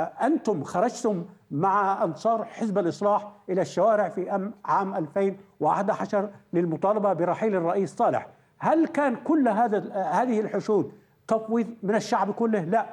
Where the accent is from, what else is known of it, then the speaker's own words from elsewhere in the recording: Yemen; أنا مواطن يمني كاتب رأي